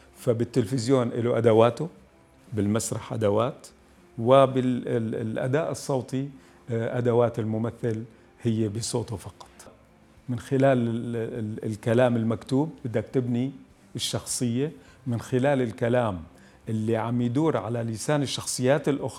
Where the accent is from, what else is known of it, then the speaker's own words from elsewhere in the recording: Quneitra Governorate, Syria; now in Damascus, Syria; لا شك بأنه النشأة تعرف هي بقرية بمنطقة البطيحة. هاي القرية لهجتنا هي موجودة بين فلسطين، جنوب لبنان، درعا والجانب السوري، فهي منطقة ربط